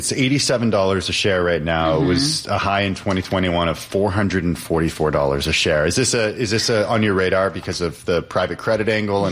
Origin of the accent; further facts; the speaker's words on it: California, United States; moved away; I'm from California